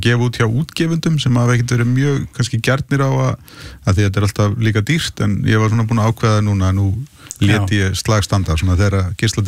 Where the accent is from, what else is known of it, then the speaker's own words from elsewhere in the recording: Reykjavík, Capital Region, Iceland; born there; Þannig ég fæddist á fæðingarheimilin í Reykjavík.